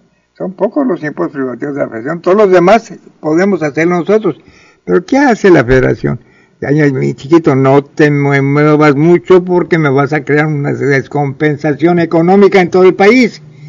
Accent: Quintana Roo, Mexico; si me preguntan a mí si eres mexicano, pues claro que soy mexicano.

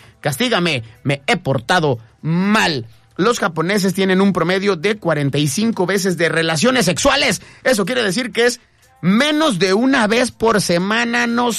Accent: Mexico

